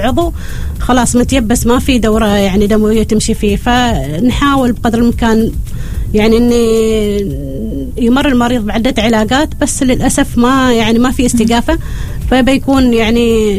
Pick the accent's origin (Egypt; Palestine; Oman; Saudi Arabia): Oman; يعني نحن نعطيهم دعم نحن كعمانيين، يعني خاصة المرضى العمانيين محتاجين حد عماني يكلمهم